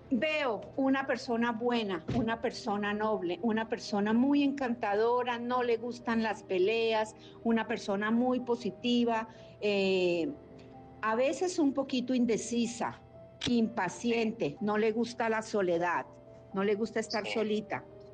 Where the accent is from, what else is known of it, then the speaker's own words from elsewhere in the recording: Mexico; yo soy mexicana